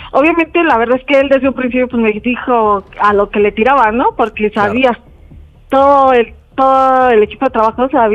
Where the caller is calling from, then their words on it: Mexico City, Mexico; Tengo 35 y soy de aquí, de CDMX.